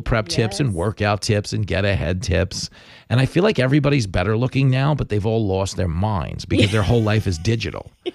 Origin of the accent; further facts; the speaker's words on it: Levittown, New York, United States; I mean, where I grew up in Levittown, we were drinking beer in like sixth grade.